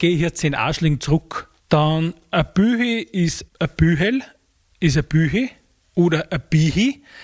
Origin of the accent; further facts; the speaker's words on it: Salzkammergut, Austria; Und Geschmoh ist bei uns in Salzkammergut was Nettes, Angenehmes.